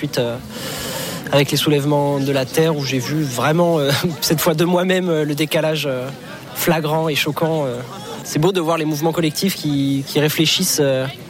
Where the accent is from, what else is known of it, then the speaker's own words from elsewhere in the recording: Brest, Brittany, France; Eh bien, moi, je viens de Brest. Où je suis en train de travailler là-bas.